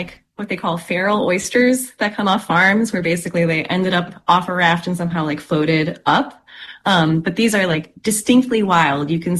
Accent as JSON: {"language": "English", "region": "New York", "country": "United States", "moved": "yes", "lives_now": "Wiscasset, United States", "said": "I'm originally from Western New York, Finger Lakes area, but currently am a resident of Wiscasset, Maine."}